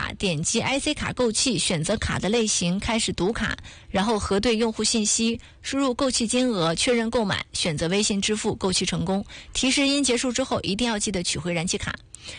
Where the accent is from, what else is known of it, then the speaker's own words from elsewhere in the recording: Northeast China, China; accent: Northeastern dialect; 我们东北话讲你不能盘脑瓜子上面，